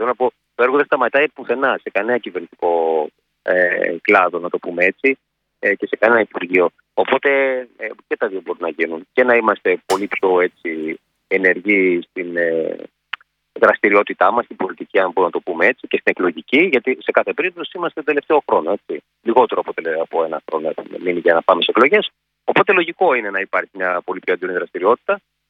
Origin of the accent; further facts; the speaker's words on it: Vonitsa, Western Greece, Greece; ήμουνα στη Γόνισσα τότε και στο χωριό μου πήγαινα προς Λευκάδα.